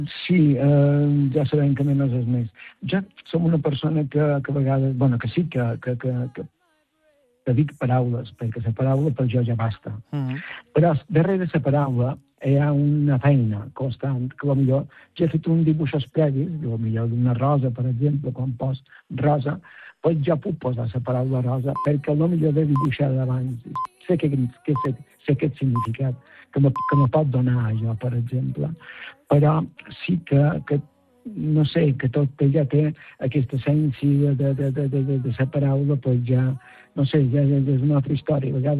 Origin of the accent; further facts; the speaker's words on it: Baró, Catalonia, Spain; tinc una exposició aquí a Baró, al meu poble